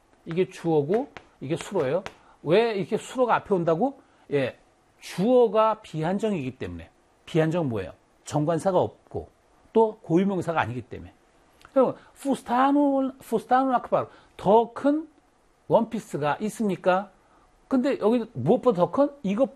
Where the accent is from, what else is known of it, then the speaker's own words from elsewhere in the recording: Wonju, Gangwon, South Korea; 나는 원주라고 생각하는데, 내 고향 원주가 제일 예쁘다고 생각하는데, 약간 그 개인적인 의견인 것 같아요.